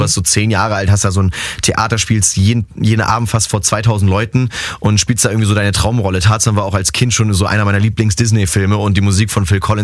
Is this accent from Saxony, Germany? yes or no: no; Hamburg, Germany; es ist ja jetzt wieder in Hamburg im Start, in meiner Heimat